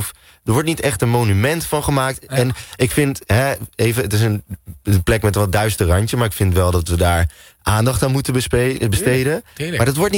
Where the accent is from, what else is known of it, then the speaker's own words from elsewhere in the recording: Apeldoorn, Gelderland, Netherlands; ik kom uit Apeldoorn.